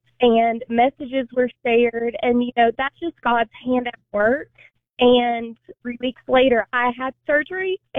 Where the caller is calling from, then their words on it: Bristol, Tennessee, United States; And I'm calling from Bristol, Tennessee.